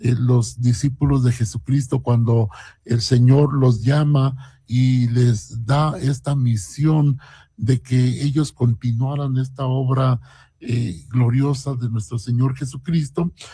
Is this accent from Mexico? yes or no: yes; Mexico; Yo creo que como mexicanos nos sentimos orgullosos